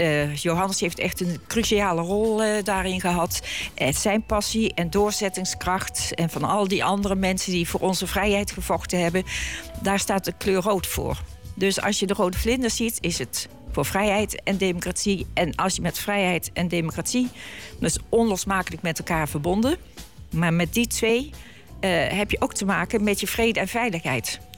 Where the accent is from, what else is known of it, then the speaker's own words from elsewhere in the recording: Heusden, North Brabant, Netherlands; Want ik kom uit Heusden.